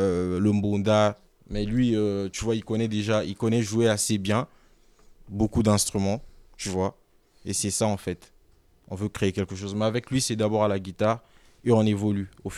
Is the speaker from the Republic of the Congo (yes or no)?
yes; Republic of the Congo; now in France; Ouais, je viens du Congo. Du Congo-Brazzaville.